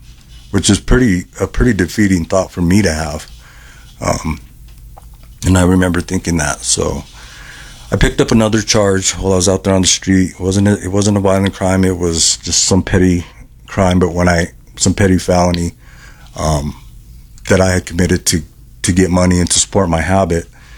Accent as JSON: {"language": "English", "town": "Denver", "region": "Colorado", "country": "United States", "tie": "born or raised there", "said": "I was chronically homeless on the streets of Denver, my hometown, from 2013, 2014 to 2018"}